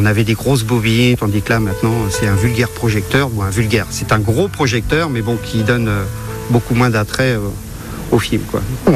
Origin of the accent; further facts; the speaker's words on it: Château-du-Loir, Pays de la Loire, France; born there; moved away as an adult; now in Le Mans, France; Je suis né à Château-du-Loir, donc maintenant Montval-sur-Loire, dans les années 70. Et je suis arrivé sur le Mans dans les années 90.